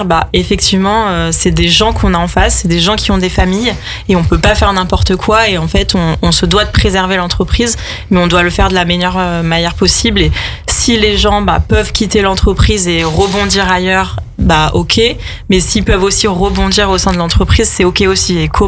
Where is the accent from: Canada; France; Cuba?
France; Auvergne-Rhône-Alpes; moved away as an adult; also born or lived in Niort; j'avais envie de découvrir un petit peu le reste de la France et pas juste l'Allier, qui est quand même un peu perdu au milieu de la France, hein, on peut le dire. J'ai un peu bougé. Donc, je suis partie complètement à l'opposé. Je suis partie dans l'ouest de la France.